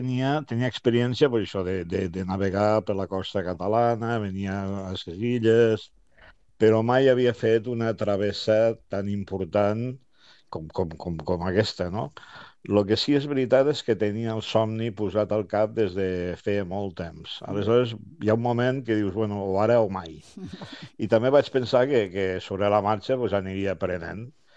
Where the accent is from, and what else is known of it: Lleida, Catalonia, Spain; also born or lived in Barcelona